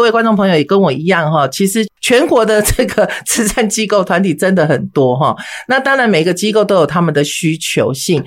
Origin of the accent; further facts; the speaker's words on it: Taiwan; born there; 我父母都是外省人，都是外省，都是大陆人齁。好，那我是出生在台湾的外省的第二代。那么我们从小从出生在郑先生里面是没有在拿香拜拜的。